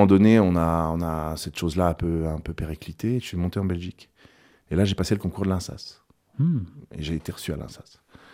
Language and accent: French; Switzerland; j'ai travaillé 2 ans en Suisse, parce que je suis suisse, donc du coup, j'ai la possibilité de travailler là-bas.